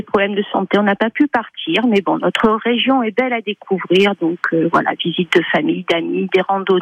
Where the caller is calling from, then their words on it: Aixe-sur-Vienne, Nouvelle-Aquitaine, France; D'Aix-sur-Vienne.